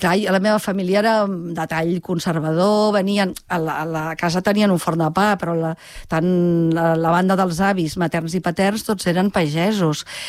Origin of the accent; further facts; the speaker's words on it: Vilanova de Segrià, Catalonia, Spain; Sí, jo vaig néixer a Vilanova de Segrià, que està molt a propet de Lleida Capital, però dic que sóc de les Terres de Ponent